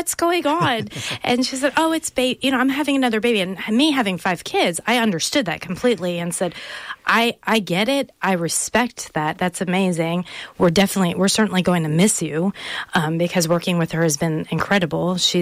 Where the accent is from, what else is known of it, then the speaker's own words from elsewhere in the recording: Pennsylvania, United States; also born or lived in New Jersey; I was born in New Jersey, raised in Pennsylvania.